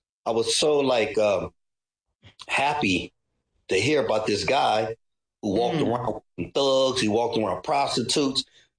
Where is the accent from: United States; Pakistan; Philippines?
Philippines; me being a Filipino, I was raised as a Catholic, and I'm not here to knock Catholic. And so when I would go to church, they would bring me to St. Joseph Church near my neighborhood.